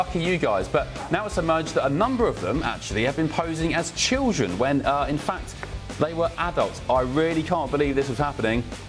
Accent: South East England, United Kingdom; there was an incident in my hometown in Sussex some years ago

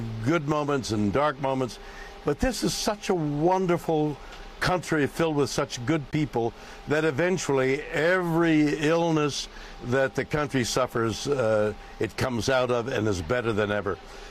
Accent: Canada; now in United States; I'm a Canadian and a guest in your country for longer than most of you have been alive.

